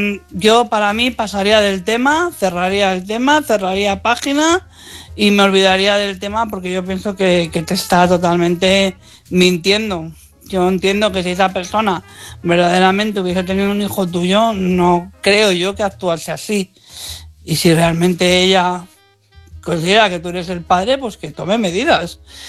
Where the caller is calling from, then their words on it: Madrid, Community of Madrid, Spain; de Madrid.